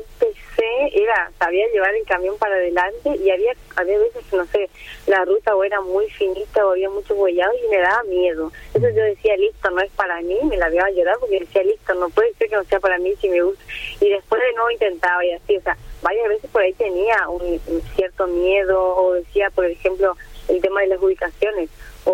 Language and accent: Spanish; Misiones, Argentina; Yo soy de Misiones